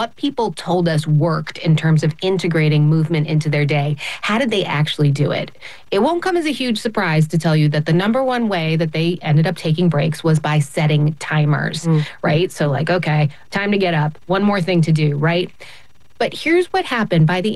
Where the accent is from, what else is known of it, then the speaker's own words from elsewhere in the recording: United States; growing up in the United States, we're so focused on organized sports, and I was never a particularly athletic kid.